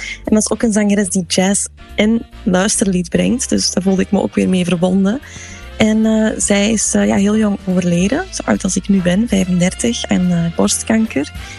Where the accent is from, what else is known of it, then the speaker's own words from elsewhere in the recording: Belgium; waar ik eigenlijk als Belg nog niet van had gehoord